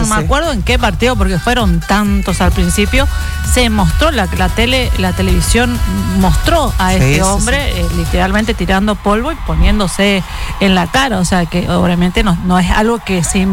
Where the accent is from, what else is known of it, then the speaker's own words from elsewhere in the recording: Argentina; ese orgullo argentino.